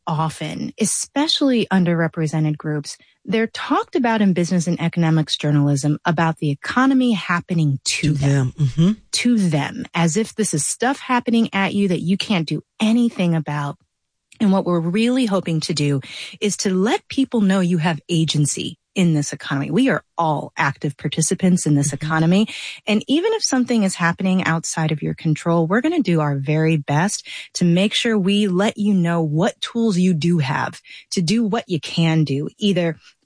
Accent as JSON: {"language": "English", "town": "St. Louis", "region": "Missouri", "country": "United States", "tie": "born or raised there", "said": "I grew up in St. Louis, Missouri, where we had extreme."}